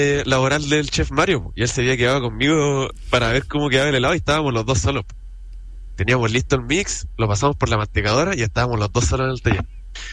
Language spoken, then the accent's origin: Spanish; Coquimbo, Chile; Entonces pensé que podría ser la conexión entre Coquimbo, que es de donde yo vengo, donde está todo el cariño que yo tengo por la cocina, sobre todo por el mar, porque yo siempre he sido una persona que me he criado en el mar